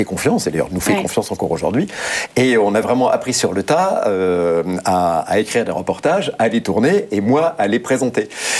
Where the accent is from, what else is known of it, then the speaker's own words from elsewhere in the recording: Nouvelle-Aquitaine, France; Et je retrouve les joies de mon enfance voilà, sur la Côte Basque et sur le Pays Basque intérieur, ce qui est une région magnifique.